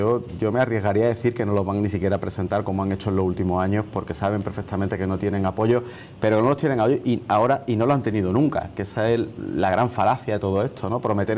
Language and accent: Spanish; Cádiz, Andalusia, Spain; born there; also born or lived in Córdoba / Seville; entre Córdoba, Sevilla, yo nací en Cádiz, como tú bien sabes, o sea, que en fin, tengo ahí una mezcla